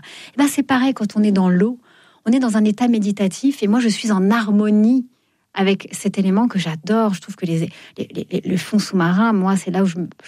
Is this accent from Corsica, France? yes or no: no; Fontainebleau, Île-de-France, France; Moi, je viens de Fontainebleau.